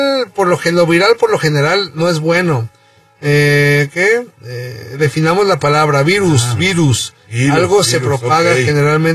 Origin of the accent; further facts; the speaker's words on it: Mexico; Pues nosotros como mexicanos no, estamos saludando a todo el mundo.